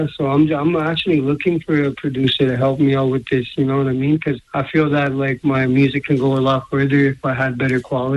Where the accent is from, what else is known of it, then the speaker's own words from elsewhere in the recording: Saskatoon, Saskatchewan, Canada; I was just told that Saskatoon, because I'm from Saskatoon, that Saskatoon does not have a drug treatment court